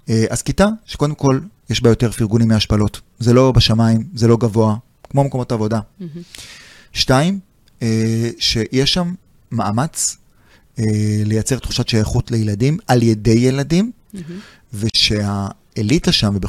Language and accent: Hebrew; Jerusalem, Jerusalem District, Israel; הייתי בכיתה נוראית, בבית ספר נוראי, בשכונה נוראית, במקום כן. שנקרא רגיל. בסדר? הייתי בירושלים, הכל.